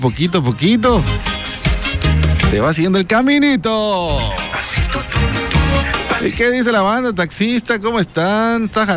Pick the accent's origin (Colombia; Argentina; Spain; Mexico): Mexico; Así somos los mexicanos.